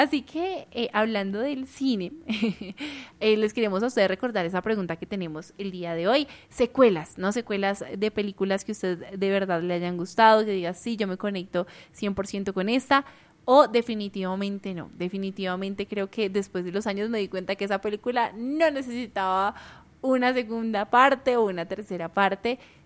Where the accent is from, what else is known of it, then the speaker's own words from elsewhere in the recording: Argentina; accent: Argentine; ¿De mi acento argentino?